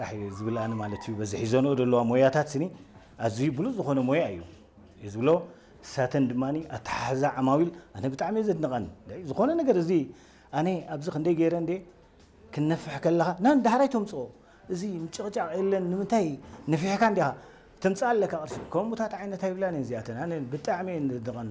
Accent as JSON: {"language": "Tigrinya", "region": "Maekel", "country": "Eritrea", "tie": "born or raised there", "said": "ኣብ ኣኽርያ ተወሊደ ዓብየ"}